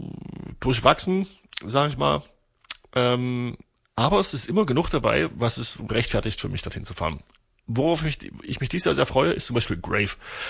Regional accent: Torgau, Saxony, Germany; ich komme aus Torgau, das ist meine Heimatstadt. Meine Mutter wohnt nicht weit weg vom Festivalgelände.

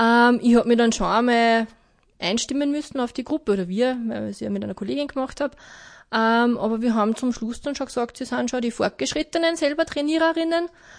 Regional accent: Upper Austria, Austria; moved away as an adult; now in Mühlviertel, Austria; Ja, ich bin ursprünglich aus dem Hausruckviertel und gar nicht aus Gallnerkirchen. Mich hat die Ausbildung ins Mühlviertel gebracht.

